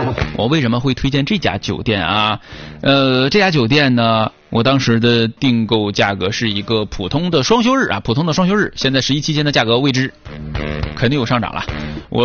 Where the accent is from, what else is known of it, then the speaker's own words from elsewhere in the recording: Northeast China, China; 用咱们东北话讲瞎溜达